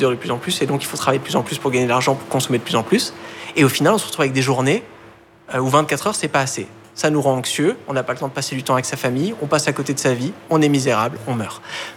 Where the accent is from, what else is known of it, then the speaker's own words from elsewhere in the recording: Bailly, Île-de-France, France; ça s'appelle Bailly, c'est un petit village de quelques milliers d'habitants, c'est quand même la campagne, hein. C'est coincé entre les plaines de Versailles, dont un grand domaine agricole, et la forêt de Marly. Donc moi j'ai grandi dans la vieille ferme rénovée de ma famille, qui est là depuis plusieurs générations.